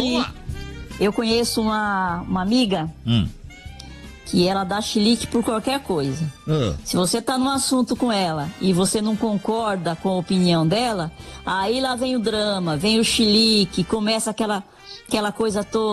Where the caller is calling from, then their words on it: São Paulo, Brazil; sou do Jardim Germânia, São Paulo.